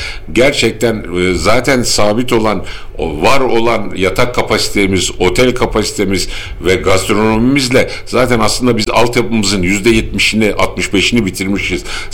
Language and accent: Turkish; Afyonkarahisar, Turkey; bir Afyonlu olarak